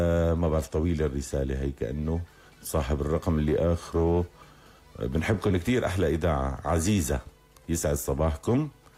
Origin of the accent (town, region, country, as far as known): Aleppo, Aleppo Governorate, Syria